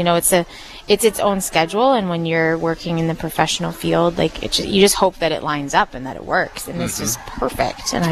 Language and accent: English; Moorhead, Minnesota, United States; moved away as an adult; now in New York, United States; So I grew up in Moorhead